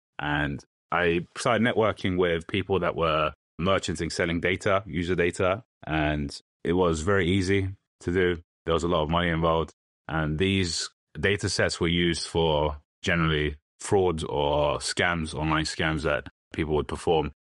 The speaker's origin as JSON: {"language": "English", "region": "London", "country": "United Kingdom", "tie": "born or raised there", "said": "Ethnically, I'm Turkish. I grew up in London."}